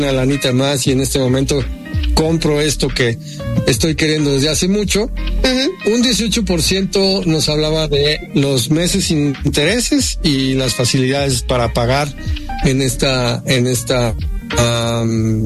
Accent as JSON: {"language": "Spanish", "country": "Mexico", "said": "es igual en cuanto al comportamiento de que tenemos como mexicanos hacia el dinero"}